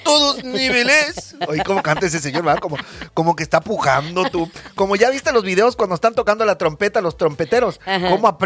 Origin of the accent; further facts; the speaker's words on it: Mexico; muchos mexicanos sabemos que no sabemos hablar inglés